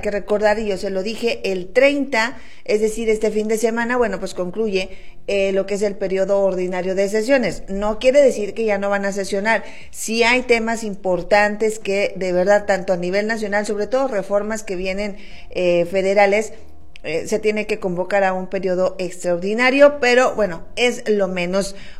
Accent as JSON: {"language": "Spanish", "country": "Mexico", "said": "Como buenos mexicanos estamos legislando en los últimos días"}